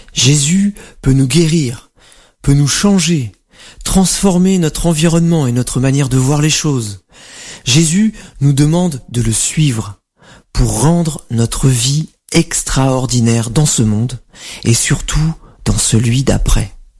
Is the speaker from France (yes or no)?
yes; France; En tant que Français, râleurs professionnels et champions des antidépresseurs, nous ne pouvons pas le nier.